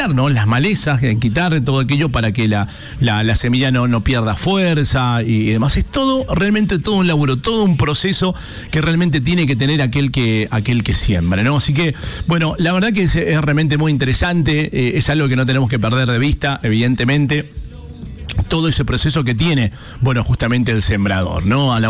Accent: Mendoza, Argentina; acá como mendocinos

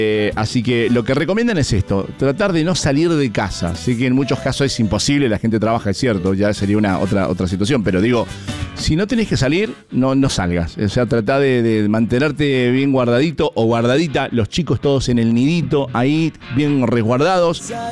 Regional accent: Mendoza, Argentina; como mendocinos conocemos el Zonda

